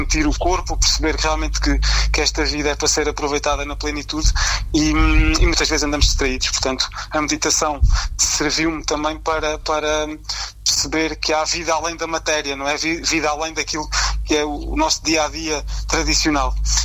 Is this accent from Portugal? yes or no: yes; Abrantes, Centro, Portugal; now in Alfarrede, Portugal; portanto, eu tenho 52 anos, sou natural de Abrantes, vivo em Alfarrede